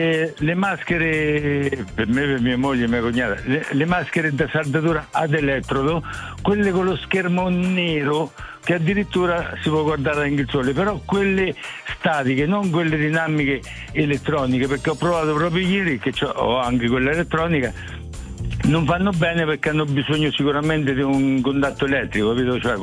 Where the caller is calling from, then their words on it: Montefranco, Umbria, Italy; Montefranco, Terni.